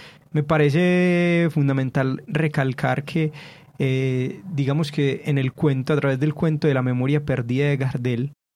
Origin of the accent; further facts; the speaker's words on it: Antioquia, Colombia; esa vida gardeliana que nos resuena a nosotros como antioqueños, como paisas